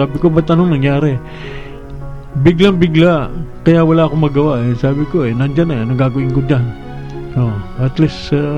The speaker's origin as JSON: {"language": "Tagalog", "town": "Taal", "region": "Calabarzon", "country": "Philippines", "tie": "born or raised there", "said": "Ako, tubong Batangas ako. Batangas talaga, Taal."}